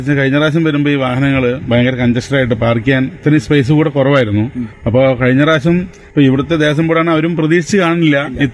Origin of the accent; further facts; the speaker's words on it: Malampuzha, Kerala, India; ഞാൻ വരുന്നത് പാലക്കാട് നിന്നാണ്, പാലക്കാട് മലമ്പുഴയിൽ നിന്നാണ്.